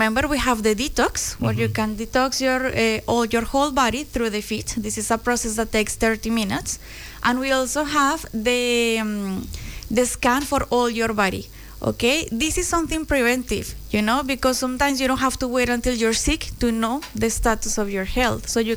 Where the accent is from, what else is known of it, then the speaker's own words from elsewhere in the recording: Colombia; Of course, people, remember, we are Expo Novelty from Colombia, okay? We are the Colombians that were here sometimes, a couple times before